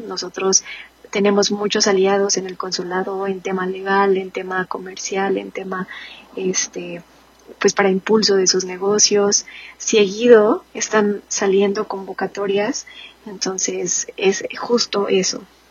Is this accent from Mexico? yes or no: yes; Mexico; moved away; nuestra comunidad como mexicanos